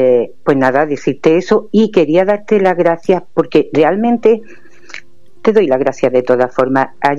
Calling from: Granada, Andalusia, Spain; de Granada.

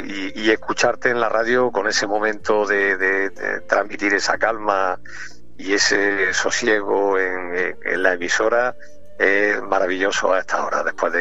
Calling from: Bujalance, Andalusia, Spain; Pues mira, llamo desde Bujalance, Córdoba. Bueno, realmente vengo de camino desde Córdoba a casa, a Bujalance

